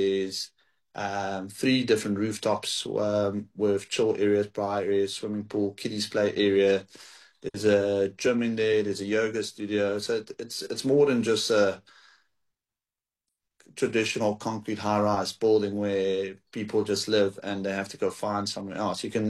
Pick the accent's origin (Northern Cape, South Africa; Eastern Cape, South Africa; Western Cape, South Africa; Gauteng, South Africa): Western Cape, South Africa; Paarl; I'm originally from Paarl, and I used to drive from Paarl up to Cape Town.